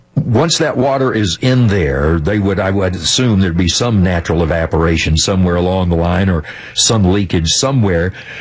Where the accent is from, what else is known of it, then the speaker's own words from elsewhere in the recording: Temple, Texas, United States; Well, I'm from Temple, Texas